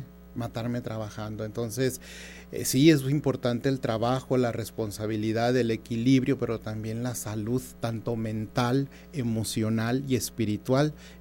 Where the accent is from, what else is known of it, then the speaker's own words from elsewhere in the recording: Nogales, Sonora, Mexico; soy nativo de aquí en Nogales